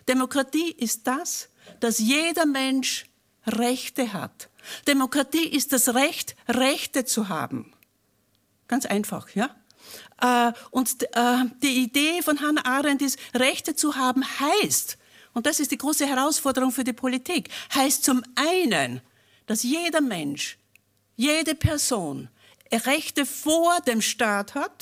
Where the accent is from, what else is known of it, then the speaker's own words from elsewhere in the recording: Upper Austria, Austria; Ich bin Oberösterreicherin und freue mich immer wieder, nicht nur in Linz durchzufahren